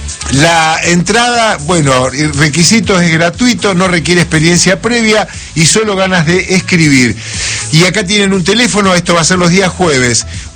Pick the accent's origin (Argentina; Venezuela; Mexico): Argentina; Nosotros que somos los argentinos, que somos descendientes de los italianos, nos la pasamos gesticulando con las manos